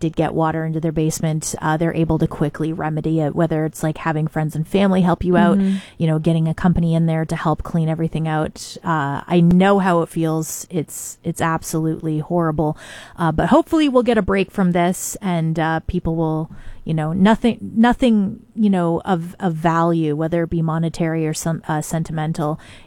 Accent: Tecumseh, Ontario, Canada; the neighborhood that I grew up in Tecumseh.

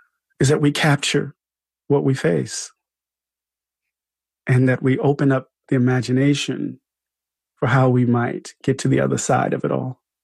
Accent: Pascagoula, Mississippi, United States; born or raised there

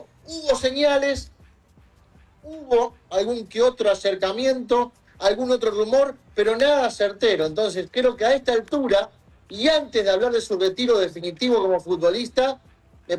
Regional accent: Argentina

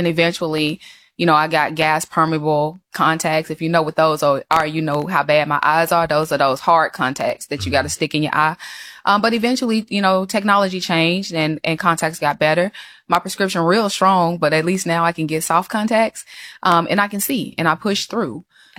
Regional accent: Alabama, United States; born there; I was born in Alabama. Love it.

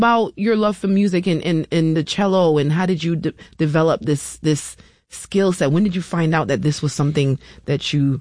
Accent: U.S. Virgin Islands; now in Rochester, United States; I'm from a warm climate as well, right? I'm from the Virgin Islands. Everyone is like, why are you here? And now I consider Rochester home.

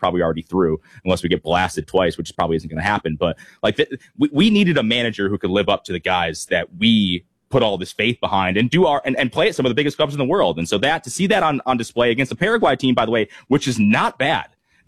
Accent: Connecticut, United States; And honestly, like I grew up in Connecticut, so I didn't really subscribe to the New York Boston thing.

